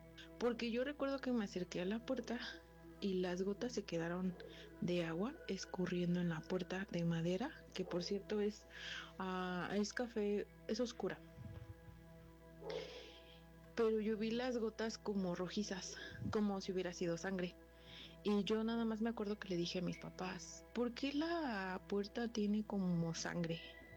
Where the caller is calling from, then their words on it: State of Mexico, Mexico; del Estado de México.